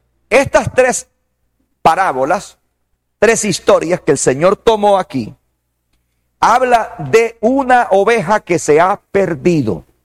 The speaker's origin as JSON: {"language": "Spanish", "country": "El Salvador", "said": "la gente que está perdida en este país es mi gente, es mi pueblo"}